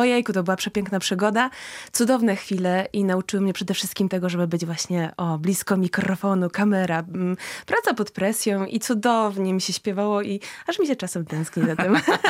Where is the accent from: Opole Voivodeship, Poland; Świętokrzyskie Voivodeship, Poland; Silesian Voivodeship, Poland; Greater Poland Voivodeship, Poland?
Świętokrzyskie Voivodeship, Poland; Pińczów; Pińczowianka